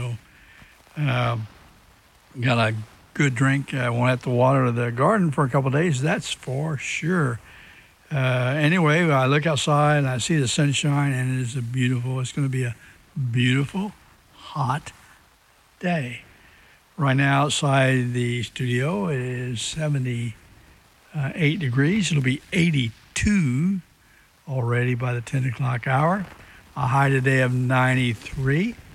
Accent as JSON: {"language": "English", "country": "United States", "tie": "born there", "said": "I was born in America."}